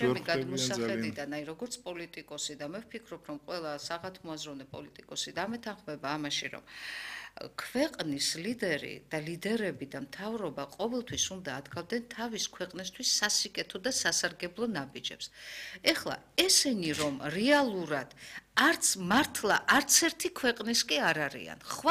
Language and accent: Georgian; Abkhazia, Georgia; აფხაზეთიდან ვარ არც ახლი არც კარიო და სამწუხაროა